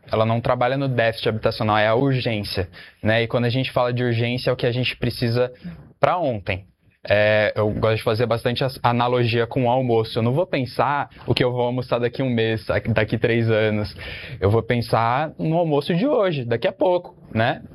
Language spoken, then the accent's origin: Portuguese; São Paulo, Brazil; Eu fui criado na Zona Oeste, região próxima ali de Pinheiros